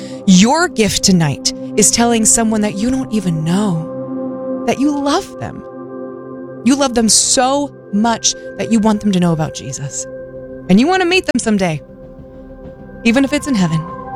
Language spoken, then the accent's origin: English; Wichita, Kansas, United States; moved away; That's my hometown, by the way.